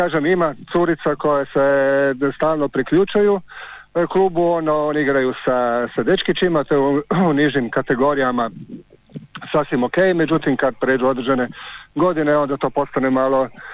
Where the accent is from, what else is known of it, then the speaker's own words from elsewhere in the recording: Lošinj, Primorje-Gorski Kotar County, Croatia; kod nas na Lošinju